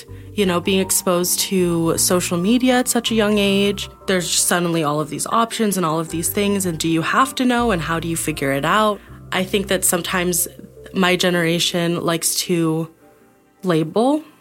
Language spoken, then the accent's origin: English; San Diego, California, United States; I grew up in San Diego, California, and now I go to the University of Oregon.